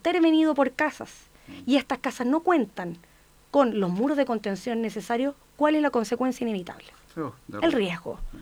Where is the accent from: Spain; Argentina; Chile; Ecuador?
Chile; somos chilenos y los chilenos estamos preparados.